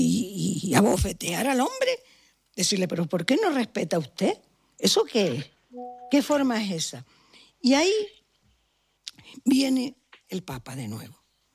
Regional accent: Santa Cruz de Tenerife, Canary Islands, Spain; born there; el barrio de la Salud donde yo nací

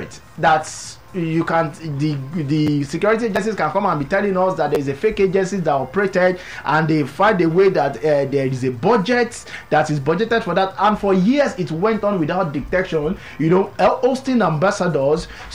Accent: Nigeria; as a Nigerian

